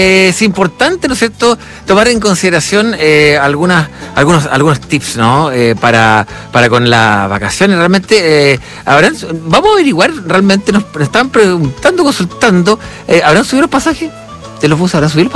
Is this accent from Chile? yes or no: yes; Chile; Somos chilenos